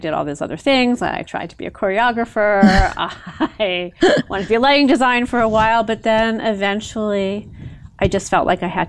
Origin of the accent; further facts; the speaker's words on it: Baltimore, Maryland, United States; moved away; I grew up in Baltimore, Maryland.